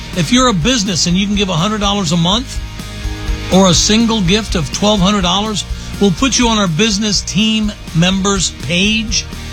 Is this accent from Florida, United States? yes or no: yes; Tampa, Florida, United States; now in Orlando, United States; I was raised in Tampa, been living off and on in Orlando for 20 some odd years.